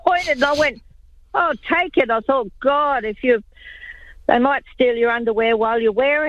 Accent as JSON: {"language": "English", "town": "Sydney", "region": "New South Wales", "country": "Australia", "tie": "born or raised there", "also_born_or_lived": "St George area, Sydney", "lives_now": "Sydney, Australia", "said": "I was brought up in Peakhurst, so Hurstville was the closest shopping centre."}